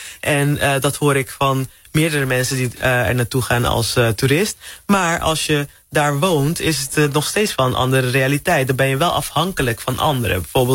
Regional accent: Curaçao; het doet me echt denken aan mijn jeugd op Curaçao

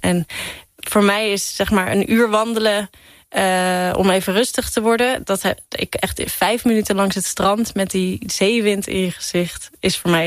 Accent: Middelburg, Zeeland, Netherlands; moved away; ik kom uit Zeeland. Ik kom uit Middelburg.

